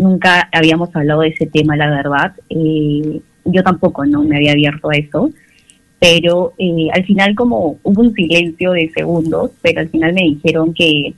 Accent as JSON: {"language": "Spanish", "region": "Lima", "country": "Peru", "said": "soy de Lima, tengo 27 años"}